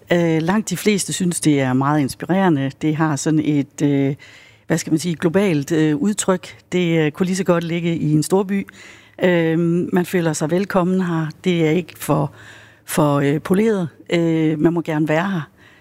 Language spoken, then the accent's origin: Danish; Vejle, Region of Southern Denmark, Denmark; Jeg er en stolt vejlenser